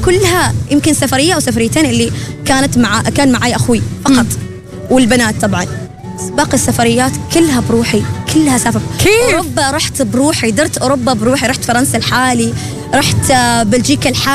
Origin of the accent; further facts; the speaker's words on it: Oman; قال لي أنت من وين قلت له من عمان